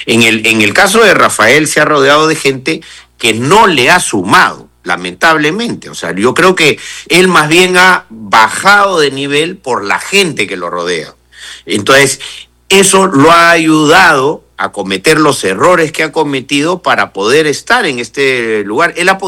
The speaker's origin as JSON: {"language": "Spanish", "country": "Peru", "said": "nosotros somos peruanos y somos una raza distinta"}